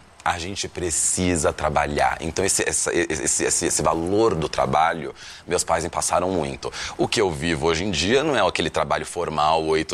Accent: São Paulo, Brazil; eu sou piauilistano, entendeu? Assim que eu brinco na peça. É, então eu não tive uma infância lá, minha infância já é aqui em São Paulo

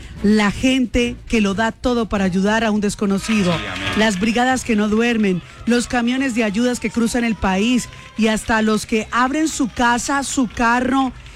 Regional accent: Colombia; Colombia se levanta junta porque sabe cargar el dolor ajeno, porque así somos los colombianos.

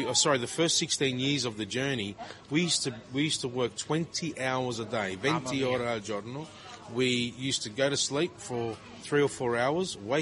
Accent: Sydney, New South Wales, Australia; And they say, where are you from? And I say, I'm from Sydney.

